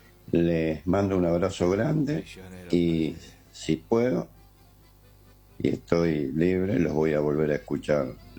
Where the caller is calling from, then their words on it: San Nicolás, Argentina; Les habla … de San Nicolás